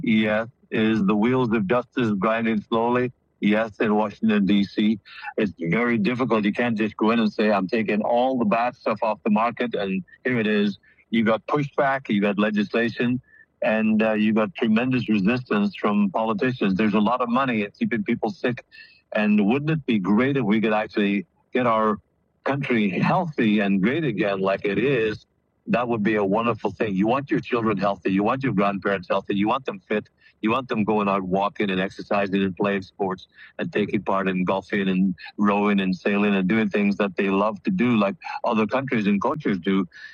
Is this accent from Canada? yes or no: no; Ireland; moved away as an adult; now in United States; I'm an Irish citizen, as you know, though I've lived in the United States and have been so for 20 plus years.